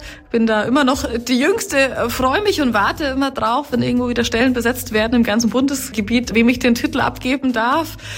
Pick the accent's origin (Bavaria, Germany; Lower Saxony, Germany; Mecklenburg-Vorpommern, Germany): Bavaria, Germany; Kulmbach; moved away; Ich bin in Kulmbach geboren, aufgewachsen, war dann für einige Jahre weg